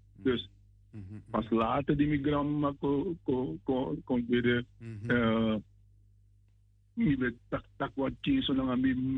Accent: Netherlands; also born or lived in Suriname; Ik ben geboren in Suriname, maar Migrokon in Holland.

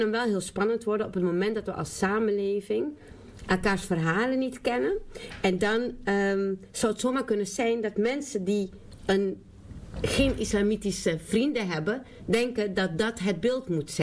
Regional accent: Netherlands; Maar ik ben zelf de mening toegedaan dat ik wil het, ik, want dit is ook mijn land.

